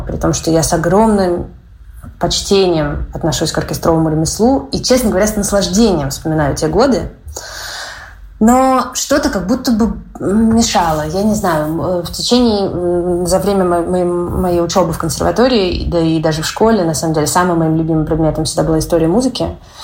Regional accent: Moscow, Russia; В детстве я ходила в Вальдорфскую школу, 1060 знаменитую, до того, как пошла в Мнесинскую школу, где учился Мень. В общем, такая легендарная школа московская, которая в 90-е, когда я там училась, была Вальдорфской.

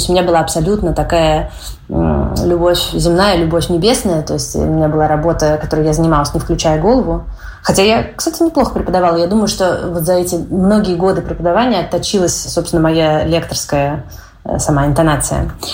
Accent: Moscow, Russia; В детстве я ходила в Вальдорфскую школу, 1060 знаменитую, до того, как пошла в Мнесинскую школу, где учился Мень. В общем, такая легендарная школа московская, которая в 90-е, когда я там училась, была Вальдорфской.

